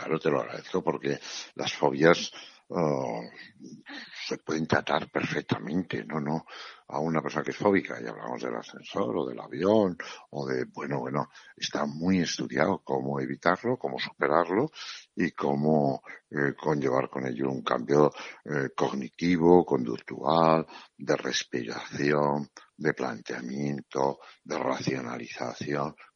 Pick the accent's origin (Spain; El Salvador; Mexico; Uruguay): Spain; Navarre; born there; yo que nací en Navarra y he corrido encierros